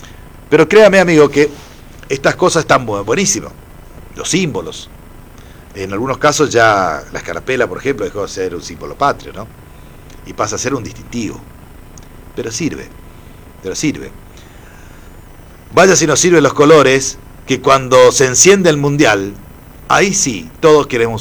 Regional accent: Argentina; vamos a mostrar que somos argentinos

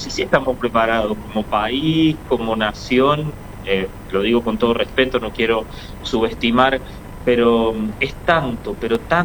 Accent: Argentina; now in Oberá, Argentina

